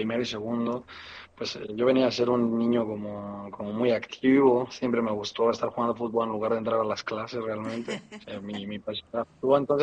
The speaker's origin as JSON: {"language": "Spanish", "region": "State of Mexico", "country": "Mexico", "tie": "born or raised there", "also_born_or_lived": "Torreón", "said": "que yo creo que fue cuando llegué aquí a mi ciudad de Torreón. Soy nacido aquí, pero me crié en el Estado de México por 15 años."}